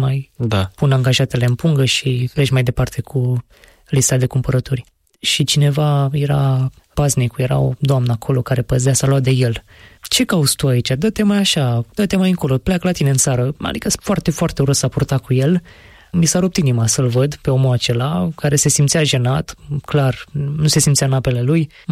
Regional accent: Romania; noi ca români

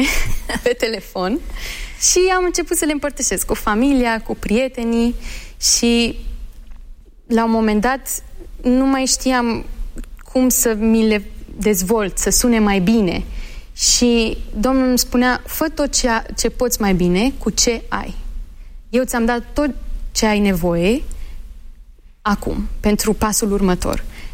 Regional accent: Belgium; ne-am născut și am crescut în Belgia, ei întotdeauna au spus, ok, în casă vorbim în limba română. Afară vorbiți ce vreți, engleză, franceză, flamandă, orice, dar în casă vorbim în limba română.

